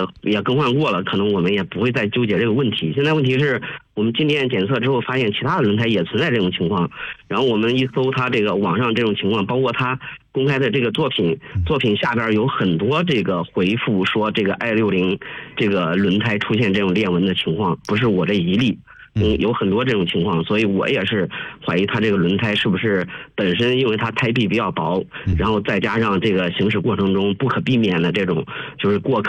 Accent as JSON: {"language": "Chinese", "town": "Xinmi", "region": "Henan", "country": "China", "tie": "born or raised there", "lives_now": "Zhengzhou, China", "said": "我们老家是新密的，偶尔会回老家，一般都在郑州市区。"}